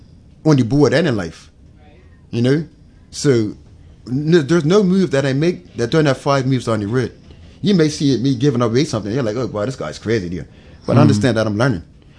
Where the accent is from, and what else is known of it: Bermuda